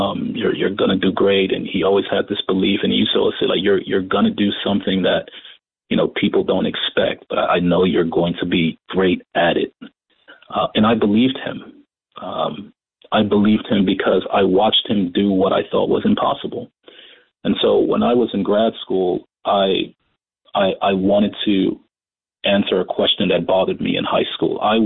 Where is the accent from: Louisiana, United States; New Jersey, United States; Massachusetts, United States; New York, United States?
New York, United States; New York City; I grew up in Crown Heights, Brooklyn, but I went to high school in Bed-Stuy, Brooklyn.